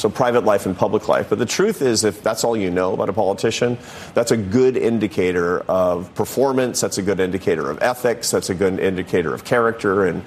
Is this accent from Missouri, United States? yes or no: no; Seattle, Washington, United States; now in New York, United States; I grew up in Seattle, so far away, and the farthest east I'd been by the time I was a teenager was Idaho.